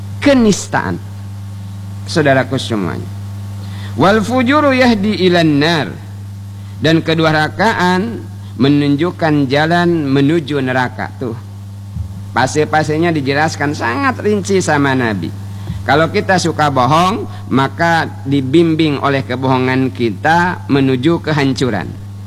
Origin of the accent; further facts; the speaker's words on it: Bangka Belitung Islands, Indonesia; kata kita orang Bangka.